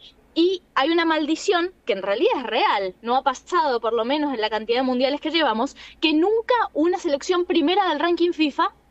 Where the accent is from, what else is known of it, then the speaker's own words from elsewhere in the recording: Argentina; somos argentinos